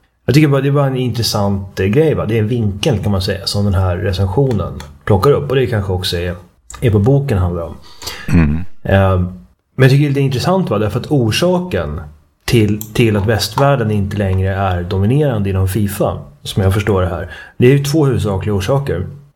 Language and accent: Swedish; Uppsala, Uppsala County, Sweden; Jag kom ju från Uppsala och jag fick ju lära mig lite grann att man ska hålla på Sirius.